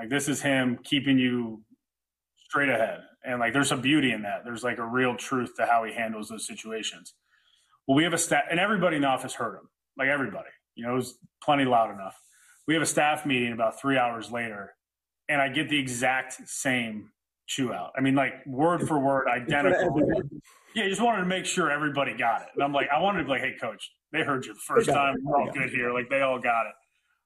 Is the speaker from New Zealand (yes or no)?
no; Lake Bluff, Illinois, United States; I'm from Lake Bluff. I went to Lake Forest High School, but I'm technically from Lake Bluff.